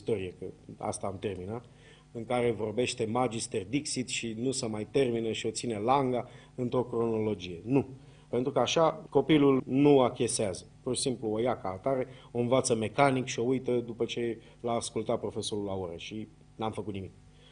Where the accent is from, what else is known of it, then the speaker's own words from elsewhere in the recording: Romania; suntem români